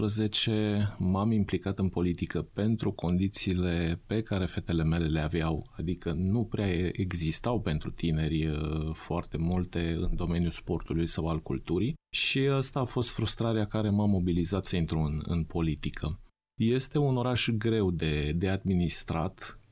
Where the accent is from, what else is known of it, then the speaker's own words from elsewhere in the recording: Aiud, Alba County, Romania; moved away as an adult; also born or lived in Petroșani; Din 2010, fiind aiudean, născut, crescut în Aiud, din 2010 m-am întors și am ales să-mi duc fetițele la școală, la școli în Aiud, să am o mică afacere în Aiud și să trăiesc în Aiud.